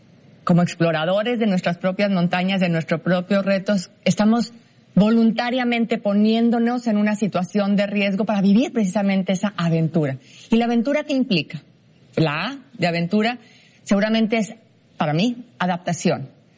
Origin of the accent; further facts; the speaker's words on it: Mexico; mexicana, alpinista, abogada, emprendedora social, consultora y principalmente madre.